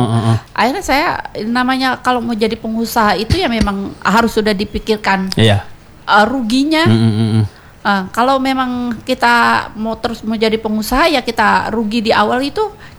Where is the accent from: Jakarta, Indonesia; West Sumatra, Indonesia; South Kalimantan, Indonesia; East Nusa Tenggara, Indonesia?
Jakarta, Indonesia; now in Pekanbaru, Indonesia; Bukan, saya orang Jakarta.